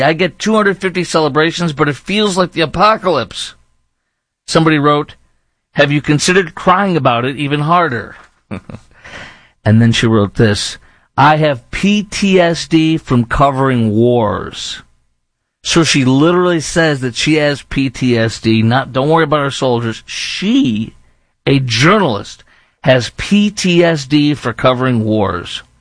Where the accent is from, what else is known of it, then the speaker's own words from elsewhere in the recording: Chicago, Illinois, United States; now in Dallas-Fort Worth, United States; where I'm sitting in Dallas-Fort Worth, obviously my hometown is Chicago, whenever I go there